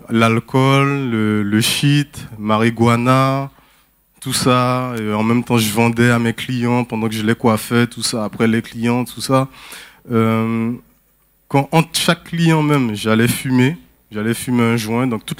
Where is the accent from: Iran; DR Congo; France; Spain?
France; French Guiana; born there; Je suis née en Guyane, d'une mère qui est martiniquaise.